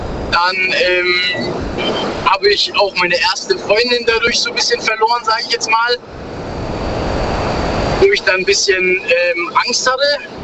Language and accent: German; Baden-Württemberg, Germany